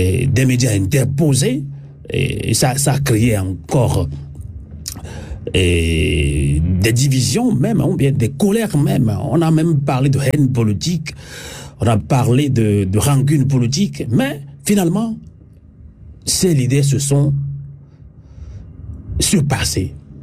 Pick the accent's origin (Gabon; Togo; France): Togo; Franchement, en tant que Togolais, c'est pourquoi, d'ailleurs, il y a des fois, je n'aime pas dire certaines choses en français.